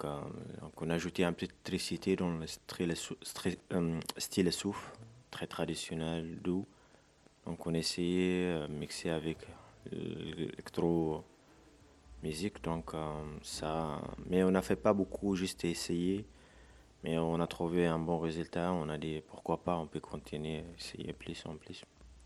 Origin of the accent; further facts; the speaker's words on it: Tamanrasset, Tamanrasset Province, Algeria; On a grandi dans la même ville, on a appris la même école, on a toujours s'amé depuis l'âge de 13 ou 12.